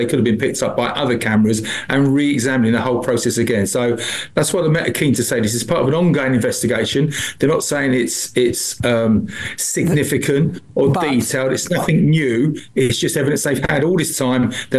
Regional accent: Fulham, London, United Kingdom; born there; I know the area really well. I was born in Fulham.

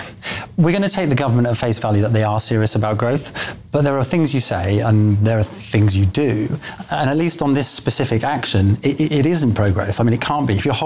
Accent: East Midlands, United Kingdom; I'm from the East Midlands. You can commute into the city in an hour from the East Midlands.

